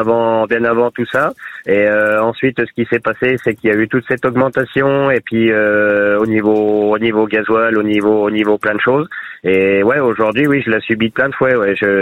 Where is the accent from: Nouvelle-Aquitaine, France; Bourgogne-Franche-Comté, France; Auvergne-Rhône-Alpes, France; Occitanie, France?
Bourgogne-Franche-Comté, France; moved away; Je suis originaire de Saône-et-Loire, mais je suis pas en Saône-et-Loire actuellement.